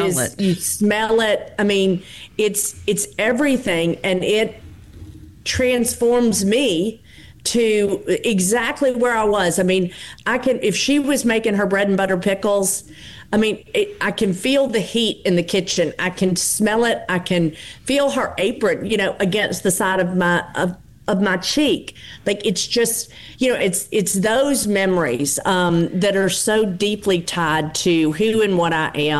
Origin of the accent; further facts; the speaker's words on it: Rosedale, Mississippi, United States; growing up in Rosedale